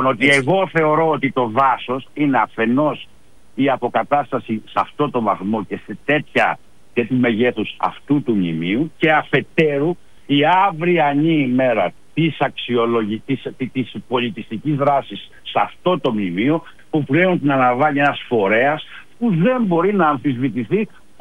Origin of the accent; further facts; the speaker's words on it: Patras, Western Greece, Greece; Νομίζω και εγώ αυτό θα κρατούσα, σαν πατρινός, γιατί είμαστε πατρινοί, κύριε Ξανάλατε, και εγώ και εσείς.